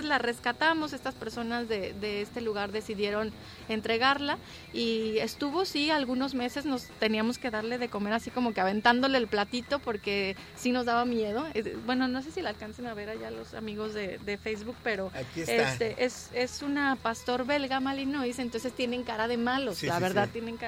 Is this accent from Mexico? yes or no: yes; Mexico